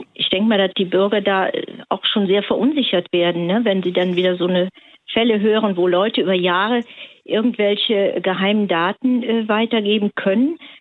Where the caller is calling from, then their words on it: North Rhine-Westphalia, Germany; ich hatte angegeben, im Sauerland, also nördlich Sauerland.